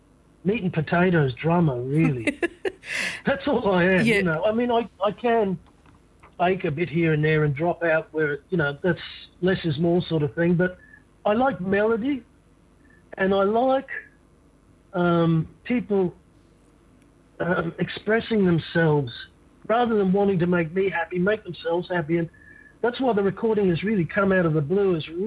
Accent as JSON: {"language": "English", "town": "Brisbane", "region": "Queensland", "country": "Australia", "tie": "born or raised there", "said": "Look, I grew up in Brisbane, and I, in the... I was playing music in the early 80s in Brisbane"}